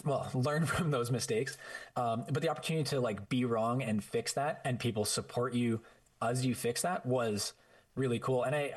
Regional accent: Prince George, British Columbia, Canada; I'm not shy of telling people here that we're from Prince George

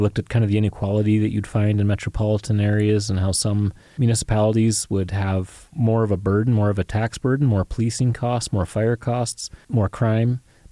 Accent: Prince George, British Columbia, Canada; Prince George, middle of nowhere, and went to Beaverley Elementary School and then College Heights. So I grew up in Prince George

